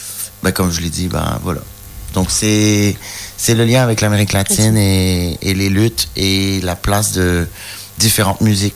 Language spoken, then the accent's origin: French; Montreal, Quebec, Canada; moved away as an adult; now in Lille, France; je me sens chez moi à Montréal ou au Québec et je me sens chez moi à Lille. Je me sens pas chez moi partout en France. Je m'identifie pas du tout à la France.